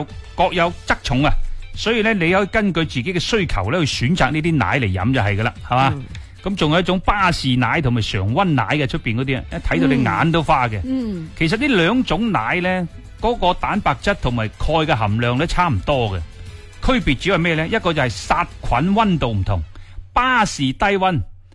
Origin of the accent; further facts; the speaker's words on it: Guangdong, China; 凡系我哋广东人煲嗰啲汤啊